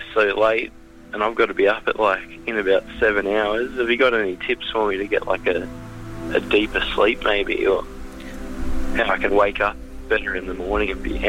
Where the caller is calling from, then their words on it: Australia; I'm calling from Australia.